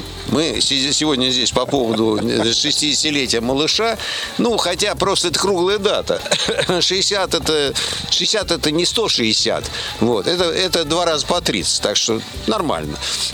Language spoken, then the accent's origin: Russian; Moscow Oblast, Russia; А откуда? Откуда? Из Подмосковья